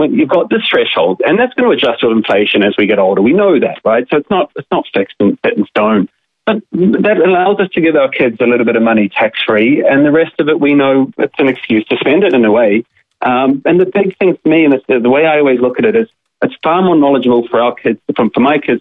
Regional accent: New Zealand; And I'm from New Zealand originally. We don't even have an inheritance tax in New Zealand.

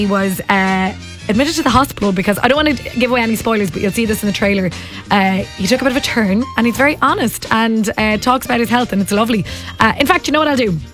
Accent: Ireland; Like, honestly, I don't know if it's innately in us as Irish people. I come from farming backgrounds on both sides of my family, mom and dad.

